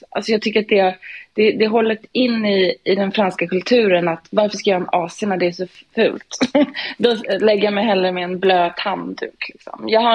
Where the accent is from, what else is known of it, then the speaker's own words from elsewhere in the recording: Sweden; now in Paris, France; som svensk är man ju van vid att parker liksom har någon form av vattenhål